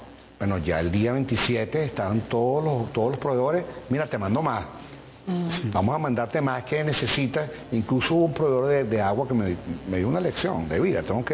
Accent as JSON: {"language": "Spanish", "country": "Venezuela", "said": "Eso para mí fue una lección de vida y además una lección de cómo somos los venezolanos."}